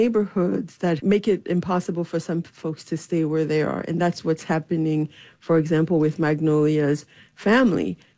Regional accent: Haiti

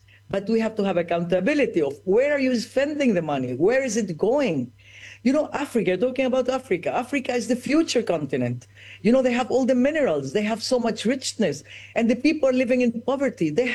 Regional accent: Ecuador; I was raised in Ecuador that Peru is my enemy.

